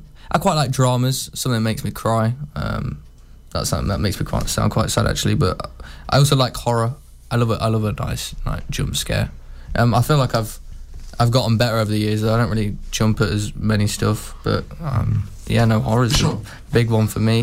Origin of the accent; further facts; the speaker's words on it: Leicester, East Midlands, United Kingdom; I'm from Beaumont Leys, Leicester.